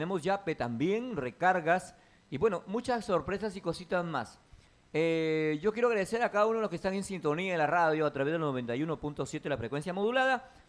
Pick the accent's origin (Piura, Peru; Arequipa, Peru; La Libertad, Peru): Piura, Peru; como buen peruano. Arriba el Perú, arriba Tambo Grande, arriba Piura.